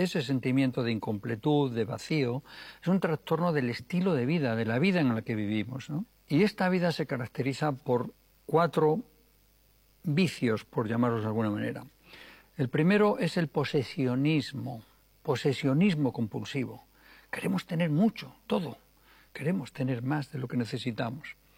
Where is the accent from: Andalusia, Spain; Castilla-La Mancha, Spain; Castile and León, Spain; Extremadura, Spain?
Extremadura, Spain; born there; allá en una cueva en Atapuerca, de donde yo vengo, o en Extremadura, en mi pueblecito